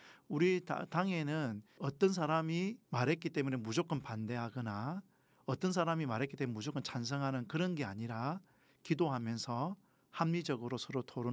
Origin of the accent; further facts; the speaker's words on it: Goseong, South Gyeongsang, South Korea; also born or lived in New Zealand; now in Gyeongju, South Korea; 경주가 고향이 아닙니다. 경남 고성이 저의 고향입니다.